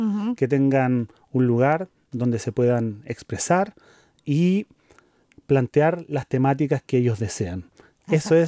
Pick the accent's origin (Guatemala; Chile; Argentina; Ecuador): Chile; moved away as an adult; now in Tübingen, Germany